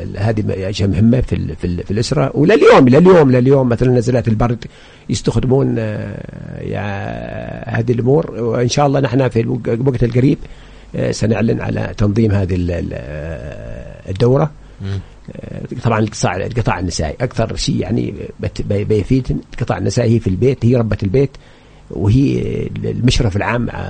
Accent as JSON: {"language": "Arabic", "region": "Hadhramaut", "country": "Yemen", "said": "يعني عندنا في حضرموت ثلاثة أنواع من الجنابي الجنبية العابدي والجنبية المد والصدر الحدوة"}